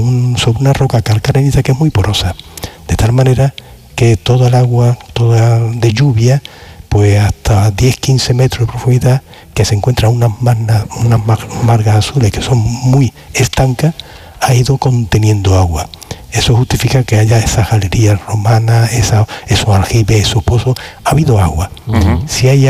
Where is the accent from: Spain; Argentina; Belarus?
Spain; Carmona, Andalusia; Yo recuerdo de niño, yo escuchaba en Carmona a los mayores que decían, debajo de Carmona hay muchas Carmonas.